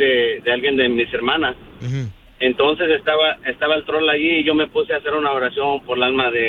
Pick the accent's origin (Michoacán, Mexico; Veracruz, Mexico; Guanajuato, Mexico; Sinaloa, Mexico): Guanajuato, Mexico; now in United States; soy de un pueblo cerca de Celaya y San Miguel de Allende, vivo en medio de esas dos ciudades.